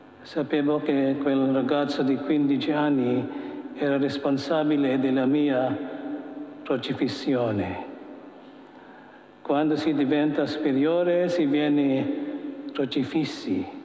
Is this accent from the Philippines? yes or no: yes; Philippines; Vengo dalle Filippine.